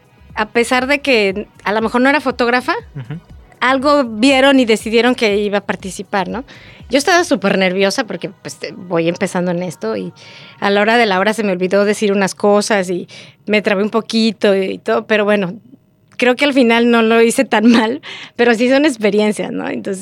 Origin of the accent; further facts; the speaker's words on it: Mexico; Porque nosotros venimos de México y mi papá siempre fue muy aventurero y hacía cosas así.